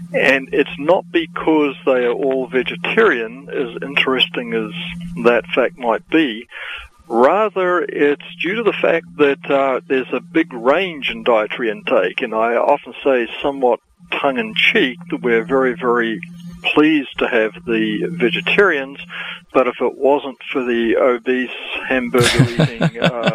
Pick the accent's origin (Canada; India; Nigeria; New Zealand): New Zealand; moved away as an adult; now in United States; I grew up in New Zealand, and I count myself fortunate that my parents had actually become Christians, Seventh-day Adventist Christians, prior to my birth, not too long before.